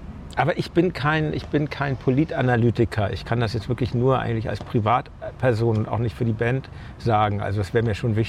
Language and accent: German; Germany; Ich bin Deutscher